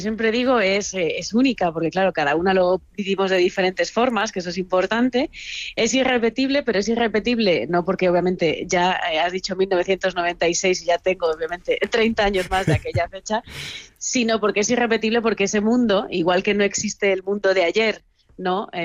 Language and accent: Spanish; Madrid, Community of Madrid, Spain; yo soy del barrio de San Blas